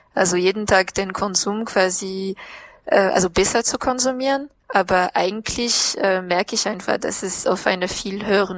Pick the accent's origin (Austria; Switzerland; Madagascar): Madagascar; southeast; Ich komme, wie gesagt, aus dem Südosten und das ist die Nachbarregion von der Region Anjou, heißt es.